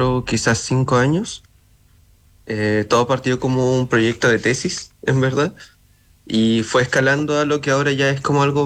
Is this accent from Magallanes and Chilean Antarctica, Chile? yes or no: yes; Punta Arenas, Magallanes and Chilean Antarctica, Chile; Ah, yo soy de Punta Arenas. Nacido y criado.